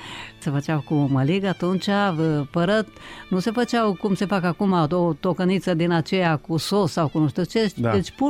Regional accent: Ocnița, Romania; moved away; Eu sunt tot timpul acolo la Ocnița. Întotdeauna am fost acolo, chiar dacă anii și timpul m-au depărtat de satul meu natal, m-am gândit cu drag la satul meu natal

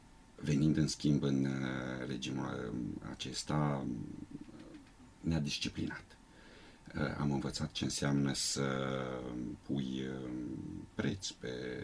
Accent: Vidra, Alba County, Romania; now in Sebeș, Romania; Locul copilăriei sau locurile natale sunt Munții Apuseni, Comuna Vidra

